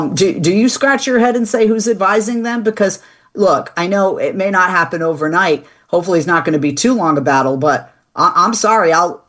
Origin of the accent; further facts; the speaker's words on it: Boston, Massachusetts, United States; But I got to tell you, and I'm from Boston, you guys beat us in winters and resilience and stuff like that.